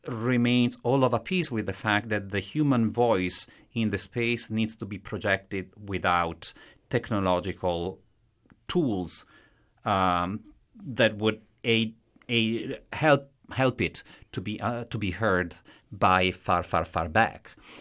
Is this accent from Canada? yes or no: no; Italy; accent: Italian; English is a second language; moved away; I am Italian, as you can tell from my accent.